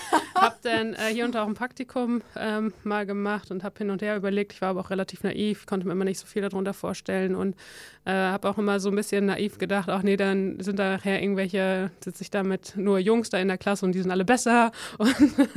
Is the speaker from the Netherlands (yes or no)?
yes; Netherlands; German is a second language; also ich komme ja ursprünglich aus den Niederlanden, habe dann aber gedacht, nee, das bin ich jetzt so lange raus